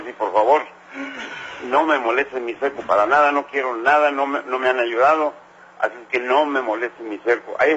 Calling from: Mexico

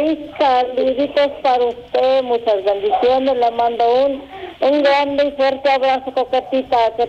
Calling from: Mexico; Aquí, cerquita de usted, en la colonia Altavista.

